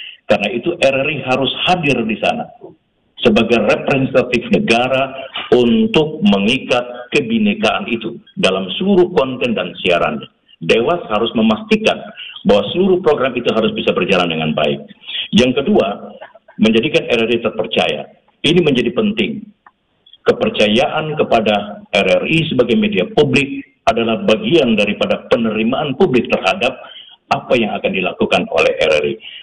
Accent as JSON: {"language": "Indonesian", "town": "Kaimana", "region": "West Papua", "country": "Indonesia", "tie": "born or raised there", "said": "saya lahir dan besar di Papua"}